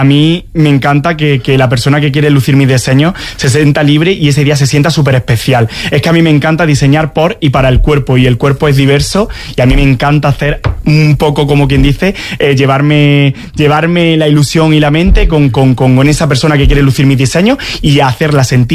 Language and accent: Spanish; Córdoba, Andalusia, Spain; voy a inspirarme en una colección en Córdoba. Quiero llevar mi tierra por bandera, Julio Romero de Torres, la Amapola, Ola, de mi Valle de los Pedroches, los patios de Córdoba